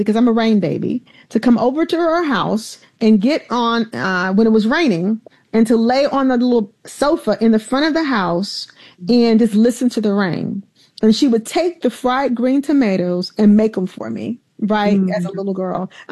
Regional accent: Alabama, United States; So when I was a little girl, like I said, growing up in the South in Alabama, my grandfather built our home

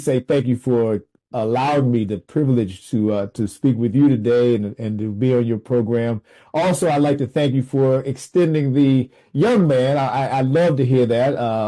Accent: Washington, District of Columbia, United States; No, sir. I'm here from your nation's capital. I'm from Washington, D.C.

